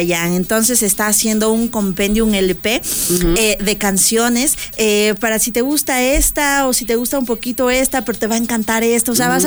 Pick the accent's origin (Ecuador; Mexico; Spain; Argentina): Ecuador; porque somos ecuatorianos, soy ecuatoriana